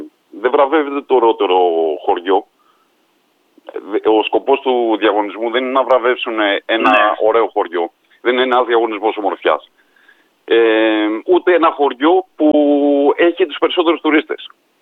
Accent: Patrika, North Aegean, Greece

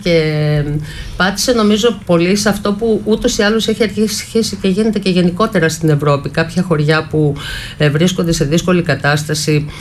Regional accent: Thessaly, Greece; Είναι τα κανάλια Καρδίτσας, είναι ένα όμορφο ορεινό χωριό.

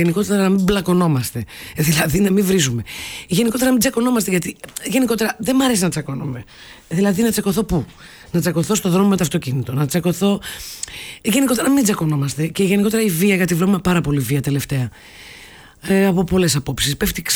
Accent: Crete, Greece; Εμένα με νοιάζει, γιατί είμαι από την Κρήτη εγώ. Η Κρήτη κάνει πολλά ωραία πράγματα.

